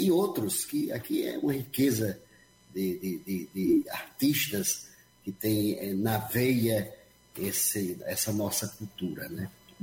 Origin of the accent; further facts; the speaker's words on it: Lagarto, Sergipe, Brazil; Eu sou lagartense, ali da uma cidade próxima, Aracaju, a capital.